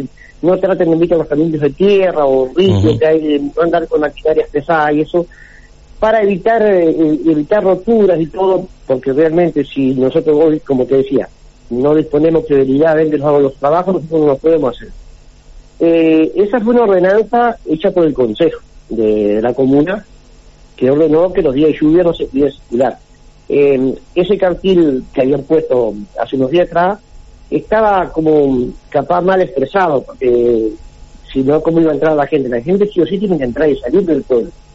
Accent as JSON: {"language": "Spanish", "town": "Parera", "region": "La Pampa", "country": "Argentina", "said": "yo soy de Parera"}